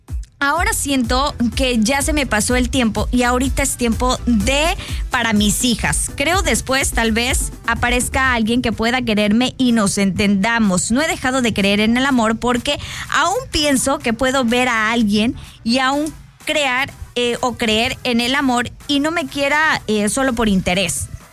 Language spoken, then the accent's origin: Spanish; Actopan, Mexico; moved away; hasta mi bella tierra de El Mango les mando un abrazo, mi Actopan precioso.